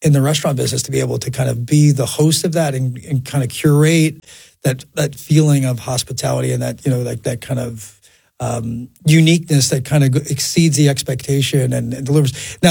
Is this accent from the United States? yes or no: yes; New York, United States; And I was very fortunate growing up on Long Island that there were some great restaurateurs that saw that I was a young guy that worked hard